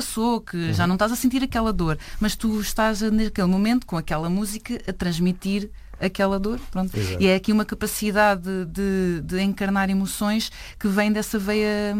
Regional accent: Vilar, Lisbon, Portugal; Sou da aldeia do Vilar, no concelho do Cadaval.

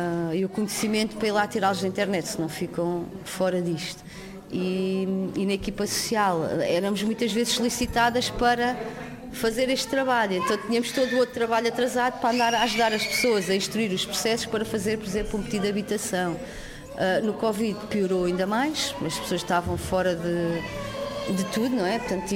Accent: Almada, Lisbon, Portugal; born there; Sim, eu não nasci aqui, não é? Nasci em Almada. Minha juventude também sempre relacionei com pessoas aqui, conheço o Monte da Caparica, mas depois só vim trabalhar para cá em 2008.

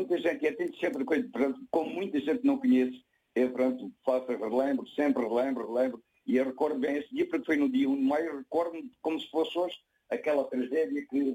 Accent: Almodóvar, Beja, Portugal; born there; nasci mesmo em Almodóvar.

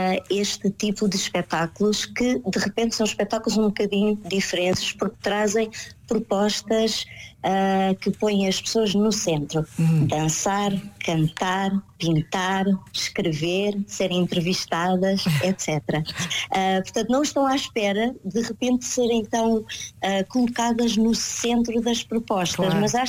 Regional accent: Abrantes, Santarém, Portugal; born there; porque eu nasci em Abrantes, o meu avô era o barqueiro da Água das Casas

